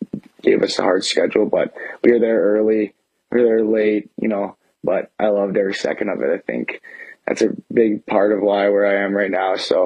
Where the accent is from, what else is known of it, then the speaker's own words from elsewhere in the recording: Baxter, Minnesota, United States; I'm from Baxter, Minnesota.